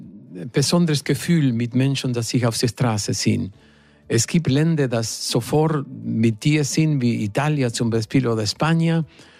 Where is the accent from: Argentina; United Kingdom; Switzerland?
Argentina; German is a second language; hat nicht geglaubt, dass ich aus Argentinien gekommen bin. Und ich habe meinen Passport gezeigt. Schau, ich komme aus Argentinien.